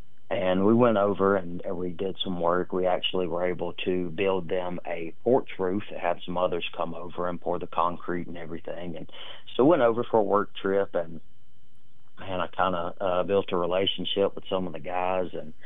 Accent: Americus, Georgia, United States; I grew up in Americus, Georgia, but I currently live in Ellaville, just 20 minutes from Americus. Go to church in Plains.

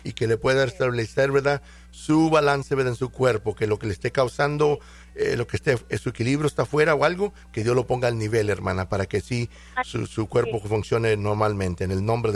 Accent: Mathis, Texas, United States; Yo soy de Mathis, hermano, nomás que estoy en vivo acá en la radio en el Valle.

